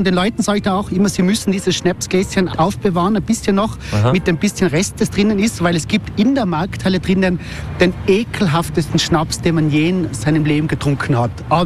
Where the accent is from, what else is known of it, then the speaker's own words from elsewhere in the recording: Tyrol, Austria; ich komme aus dem Ötztal, meine Eltern sind Bauern und die haben eine Jausenstation gehabt